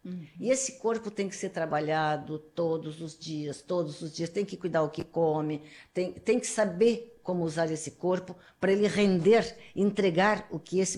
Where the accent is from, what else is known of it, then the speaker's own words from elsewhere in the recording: Santa Catarina, Brazil; now in Porto Alegre, Brazil; Eu sou catarinense. Meus pais são de origem portuguesa, meu pai de São Francisco do Sul, minha mãe de Florianópolis … parente do Ercílio Luz, da Ponte.